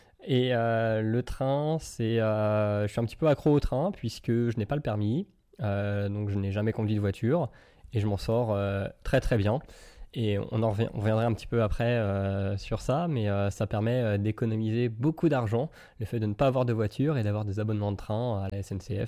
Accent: Saumur, Pays de la Loire, France; moved away as an adult; also born or lived in Alsace; moi, je suis originaire de Saumur, dans les Pays de la Loire, à mi-chemin entre Angers et puis Tours. Et du coup, je suis allé en Alsace, donc à l'est la première fois.

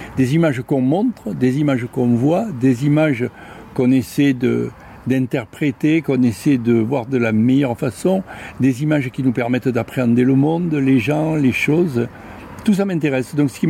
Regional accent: Arles, Provence-Alpes-Côte d'Azur, France; now in Vauvert, France; Moi, je suis né à Arles, donc j'étais adolescent au début des rencontres photo.

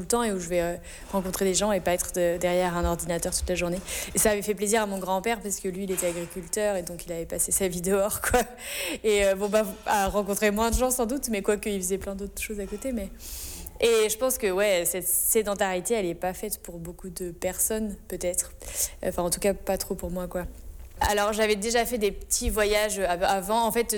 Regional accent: Nouvelle-Aquitaine, France; Moi, je viens de la Charente. Mes parents, ils étaient agriculteurs et j'ai grandi vraiment tout le temps dans la nature

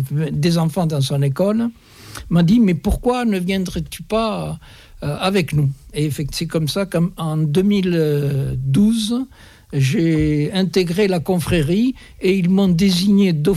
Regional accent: Occitanie, France; Je suis originaire du Minervois, je suis fils de vigneron

